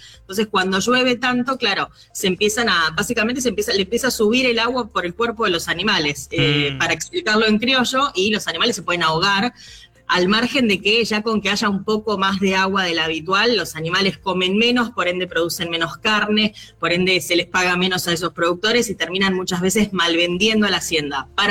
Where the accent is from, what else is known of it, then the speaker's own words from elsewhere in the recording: Carlos Tejedor, Buenos Aires Province, Argentina; yo soy de Tejedor